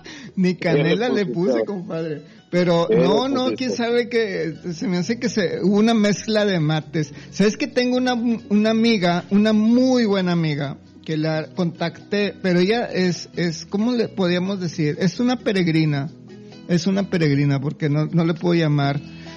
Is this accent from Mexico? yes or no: yes; northern Mexico, Mexico; accent: norteño; así somos los norteños